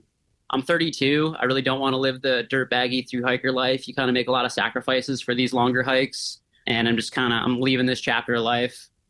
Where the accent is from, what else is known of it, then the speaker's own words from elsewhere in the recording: Alaska, United States; To give some context, I was born in Alaska. I'm from Alaska. But my family moved around a lot.